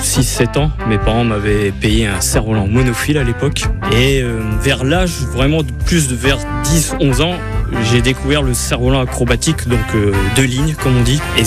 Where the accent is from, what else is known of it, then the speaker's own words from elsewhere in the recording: Lille, Hauts-de-France, France; now in Saint-Amand-les-Eaux, France; En fait, je suis lillois. Je faisais tous les dimanches matin, derrière chez mes parents, dans le champ, un peu de cerf-volant